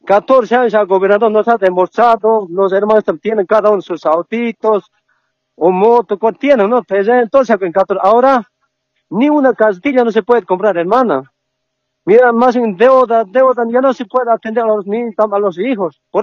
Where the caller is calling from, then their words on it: Bolivia; Nosotros estamos en nuestro derecho en Bolivia, nosotros bolivianos, legítimos, bolivianos, nativos, originales, somos nosotros como bolivianos.